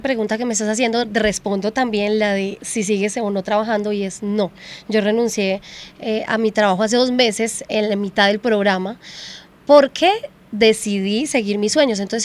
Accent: La Tebaida, Quindío, Colombia; Yo soy de la Tebaida, Quindío.

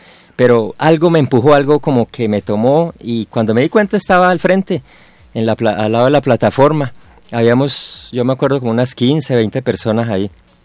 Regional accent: Llanos Orientales, Colombia; also born or lived in Gachalá, Cundinamarca; Yo pues nací en Gachalá, Cundinamarca, pero me crié en los Llanos Orientales, entre Barranca de Upía, Meta y Villanueva, Casanares

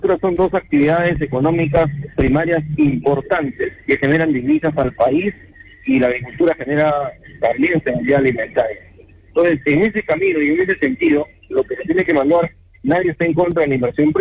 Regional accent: Peru; también tener la oportunidad de disfrutar como peruanos, como sureños.

